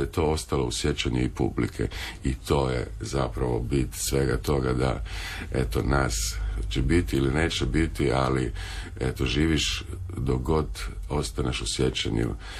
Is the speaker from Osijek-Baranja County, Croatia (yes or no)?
yes; Osijek, Osijek-Baranja County, Croatia; now in Dubrovnik, Croatia; Ja se sjećam kad sam, ja sam rodom iz Osijeka, pa kad sam kao mlađi se vraćao kao student u Osijek